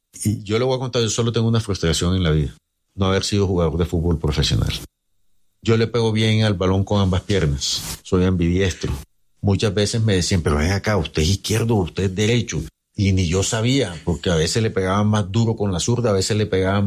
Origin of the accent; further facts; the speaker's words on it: Santa Marta, Magdalena, Colombia; A ver, yo soy samario. Me gusta la Unión Magdalena.